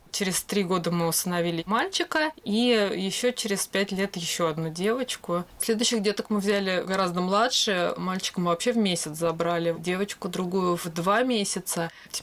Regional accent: Moscow Oblast, Russia; потому что мы сами из Подмосковья, к московскому оператору региональному обращаться было проблематично за поиском детей.

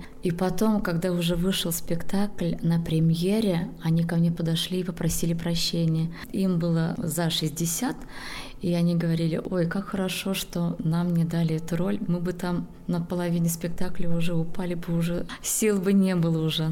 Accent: Chuvashia, Russia; У нас ни один праздник не проходит без песен чувашских, без танцев.

